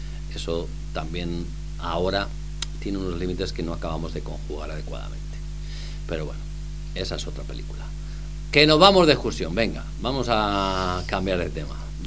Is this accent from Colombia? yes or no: no; Guijuelo, Castile and León, Spain; en cuanto que le digan somos de Guijuelo